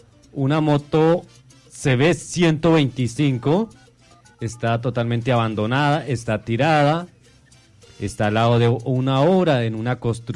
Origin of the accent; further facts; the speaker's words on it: Medellín, Antioquia, Colombia; now in Cauca, Colombia; desde Medellín, a mi tierra, a mis compañeros, a los paisas